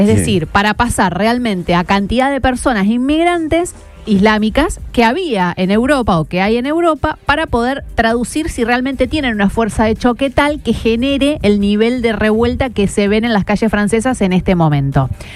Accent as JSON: {"language": "Spanish", "country": "Argentina", "said": "Nosotros acá como argentinos estamos soportando esto"}